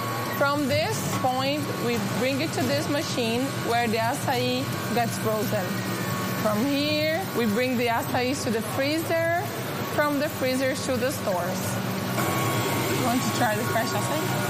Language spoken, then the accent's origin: English; Brazil; I'm from Brazil.